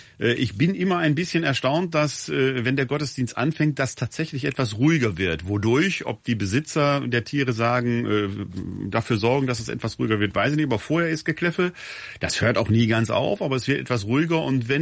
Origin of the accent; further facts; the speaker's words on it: Essen, North Rhine-Westphalia, Germany; weil ich in meiner Jugendzeit in meiner Heimatgemeinde in Essen-Altendorf an einer religiösen Jugendfreizeit teilgenommen habe, die dem heiligen Franz gewidmet war.